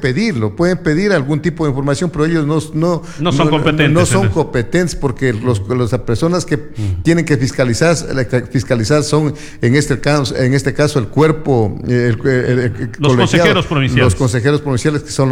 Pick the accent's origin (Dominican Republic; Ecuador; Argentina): Ecuador; somos ecuatorianos y vivimos en este país